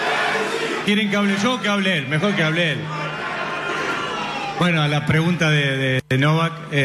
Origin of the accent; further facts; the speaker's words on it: Argentina; lo mejor que tenemos nosotros, los argentinos, es haber nacido y haber jugado en sitios, en lugares muy difíciles. Nos hemos criado jugando a la pelota